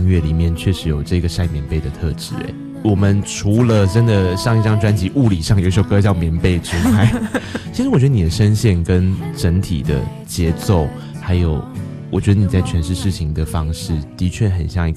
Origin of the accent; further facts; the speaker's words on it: Tainan, Taiwan; now in Taipei, Taiwan; 我作为一个台南人